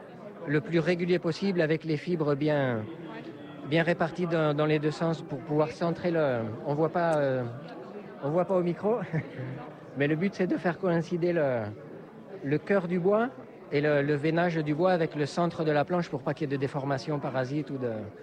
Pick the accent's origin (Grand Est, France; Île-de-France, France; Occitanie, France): Occitanie, France; Bourisp; moved away; also born or lived in Andorra; j'ai 46 ans et je suis originaire de Bourrispe dans la Vallée d'Or à côté de Saint-Lary.